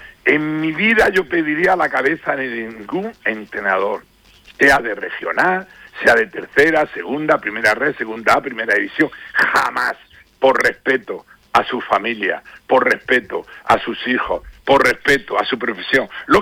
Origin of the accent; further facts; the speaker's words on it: Almería, Andalusia, Spain; now in Balearic Islands, Spain; Pues mira, yo soy de Almería, vivo en Baleares y quiero los dos equipos en primera división.